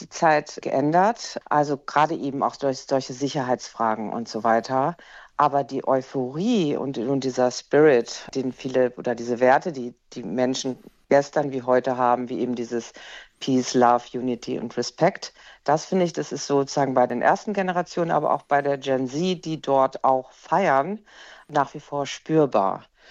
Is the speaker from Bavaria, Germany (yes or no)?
no; North Rhine-Westphalia, Germany; moved away; Ich komme ursprünglich irgendwie aus Nordrhein-Westfalen